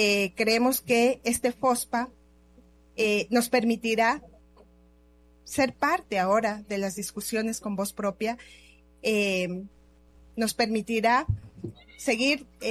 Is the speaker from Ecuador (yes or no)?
yes; Ecuador; Yo soy ecuatoriana, entonces pensarnos desde esa visión de construcción de un país intercultural donde los afrodescendientes también somos parte